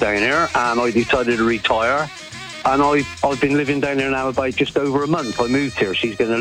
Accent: South West England, United Kingdom; now in Wellington, United Kingdom; I'm now in Wellington. I was born and bred in Broome in Somerset, but I moved to Wellington a month ago

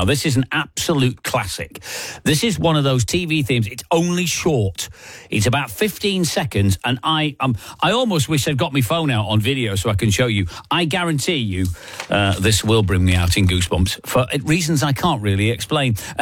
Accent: England, United Kingdom; I am essentially English.

